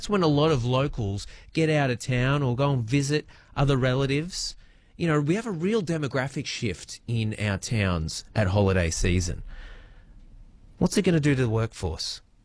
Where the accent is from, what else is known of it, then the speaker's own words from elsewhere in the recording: Newcastle, New South Wales, Australia; I'm from Newcastle.